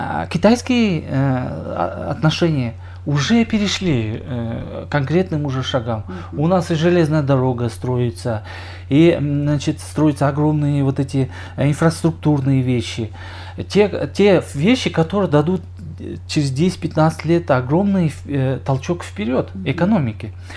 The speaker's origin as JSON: {"language": "Russian", "country": "Kyrgyzstan"}